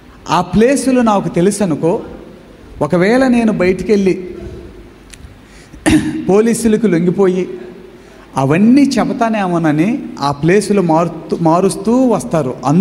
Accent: Santaravuru, Andhra Pradesh, India; మాది ప్రకాశం జిల్లా, మా చిన్న పల్లెటూరు సంతరావూరు అనే గ్రామం. ఆ గ్రామంలో నేను 10వ తరగతి దాకా చదువుకున్నాను.

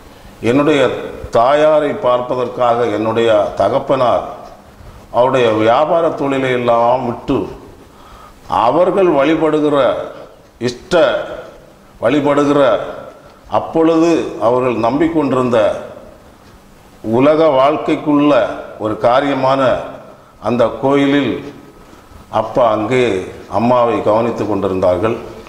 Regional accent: Keezhkulam, Tamil Nadu, India; எனது சொந்த ஊர் கன்னியாகுமரி மாவட்டம் கீழ்குளம் குக்கிராமம்.

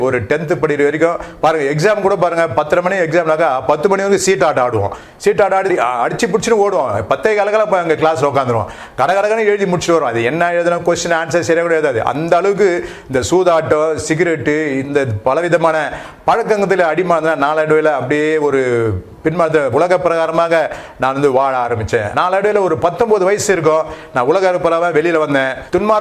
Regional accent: Chennai, Tamil Nadu, India; நான் ஒரு இந்து குடும்பத்தில் பிறந்தேன். … நான் ராயபுரத்தில் மீனாட்சி அம்மன் பேட்டை என்ற பகுதியில் பிறந்து வளர்ந்தேன்.

